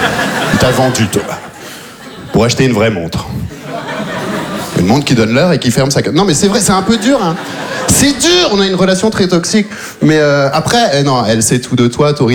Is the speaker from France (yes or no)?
no; Belgium; born or raised there